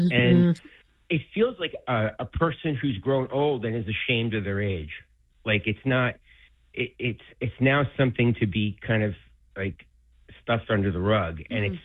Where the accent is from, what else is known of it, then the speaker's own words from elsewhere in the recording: New Jersey, United States; born there; now in Crayville, New York, United States; the preparation for it started for us in elementary school in New Jersey in fourth grade.